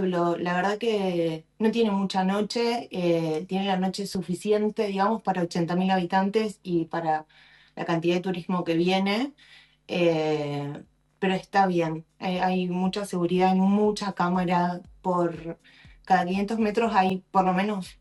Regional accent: Río Negro, Argentina; Soy de Río Negro, no de Maquinchao, pero las rocas.

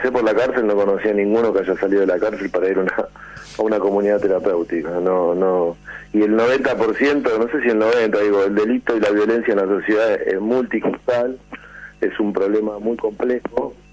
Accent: Villa Caraza, Buenos Aires Province, Argentina; viví gran parte de mi infancia en Villa Caraza y Villa Jardín.

